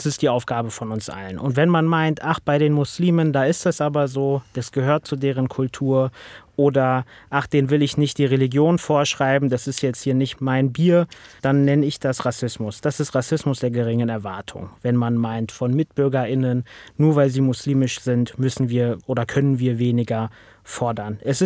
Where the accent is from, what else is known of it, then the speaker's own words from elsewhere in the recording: Berlin, Germany; Und das sage ich als Berliner in Hamburg.